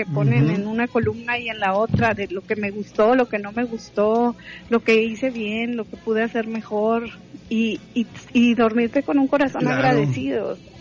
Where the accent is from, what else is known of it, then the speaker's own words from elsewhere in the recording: Monterrey, Nuevo León, Mexico; la gente que crecimos aquí en Monterrey